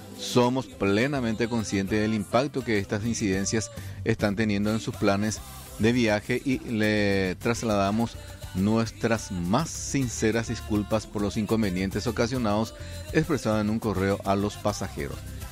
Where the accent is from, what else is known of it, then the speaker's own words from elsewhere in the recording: Paraguay; pensé como paraguayo